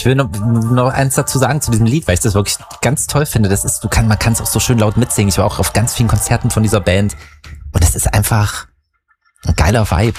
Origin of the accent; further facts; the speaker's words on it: Dessau, Saxony-Anhalt, Germany; Und da habe ich noch in Dessau gewohnt, in meiner Heimatstadt in Sachsen-Anhalt.